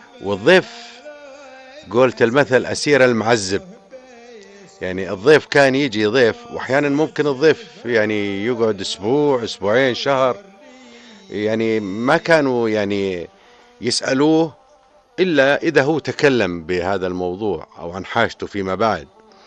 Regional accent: Jordan; ونتعامل معهم أخواننا أيضا السوريين الموجودين عندنا بالأردن

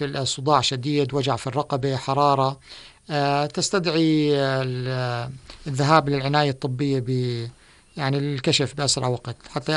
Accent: Jordan; إحنا عنا بالأردن

